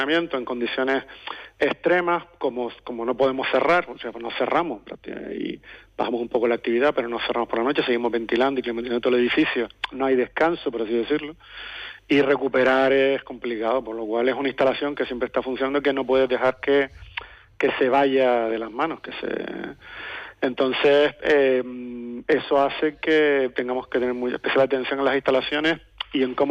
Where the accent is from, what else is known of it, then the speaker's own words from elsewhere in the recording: Canary Islands, Spain; Somos canarios y siempre nos gusta sentir el aire de una forma u otra.